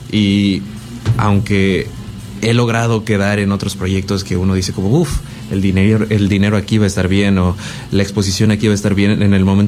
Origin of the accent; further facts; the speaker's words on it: Mexico City, Mexico; somos dos veinteañeros chilangos